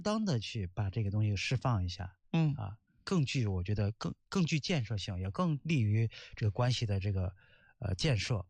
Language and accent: Chinese; China; 我们中国人